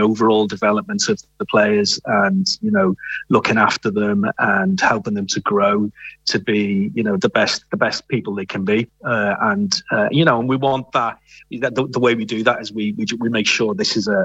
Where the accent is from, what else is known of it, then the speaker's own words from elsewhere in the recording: North West England, United Kingdom; Yeah, well, look, I'm from Merseyside. I think people know Merseyside, Liverpool, Everton.